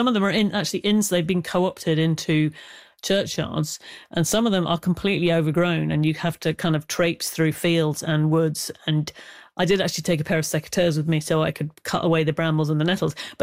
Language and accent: English; United Kingdom; born there; also born or lived in Northern Ireland; I was born in Ireland, but I don't know if you can probably tell by the way I speak, I grew up mostly in Britain, but my father was one of those emigrants who never quite got over leaving.